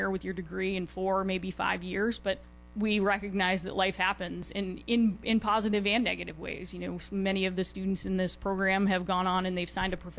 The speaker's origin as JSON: {"language": "English", "town": "Wayland", "region": "Massachusetts", "country": "United States", "tie": "born or raised there", "also_born_or_lived": "West Roxbury / Milton", "said": "I grew up in Wayland, just outside the city"}